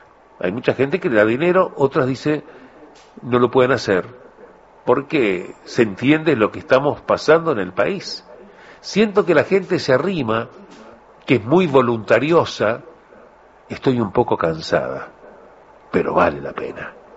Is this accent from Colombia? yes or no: no; Uruguay; Pese a todos los problemas que tenemos los uruguayos